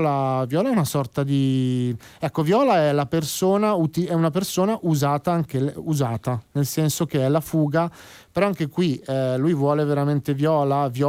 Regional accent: Brianza, Lombardy, Italy; noi da ragazzini in Lombardia, in Brianza

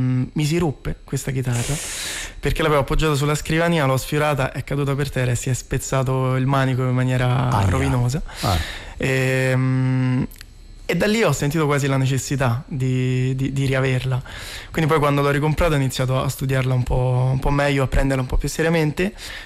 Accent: Rome, Lazio, Italy; Sono di Roma, poi mi sono trasferito a Campagnano, che è un paese, okay, poco fuori da raccordo, ecco.

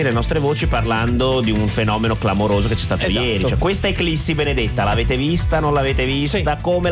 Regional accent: Milan, Lombardy, Italy

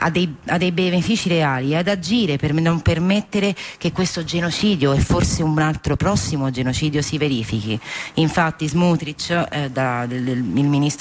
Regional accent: Palestine; now in Italy; anche la colpa di sopravvivere fuori dal mio paese come palestinese, che qui gode della possibilità di uscire con gli amici, mangiare la pizza e distrarsi

